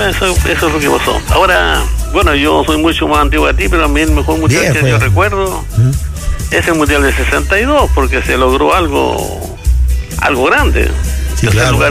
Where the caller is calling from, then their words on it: Chile; Mira, pero yo soy chileno.